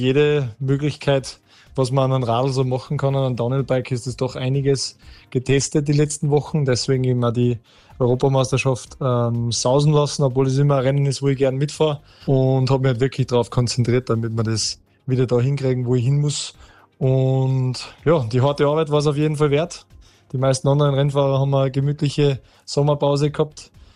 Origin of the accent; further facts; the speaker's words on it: Schladming, Styria, Austria; born there; ich bin aufgewachsen im Bikepark in Schladming.